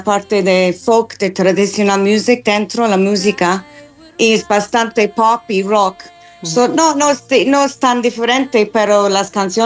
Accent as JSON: {"language": "Spanish", "town": "Dundalk", "region": "Leinster", "country": "Ireland", "tie": "born or raised there", "said": "era una cura en mi pueblo."}